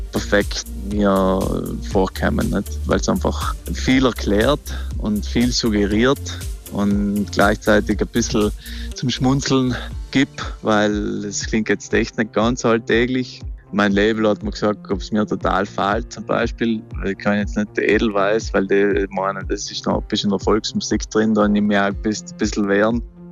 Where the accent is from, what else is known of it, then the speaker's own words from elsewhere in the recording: South Tyrol, Italy; Ich wollte einfach eine Rückkehr sprachliche nach Südtirol machen, meine Heimat.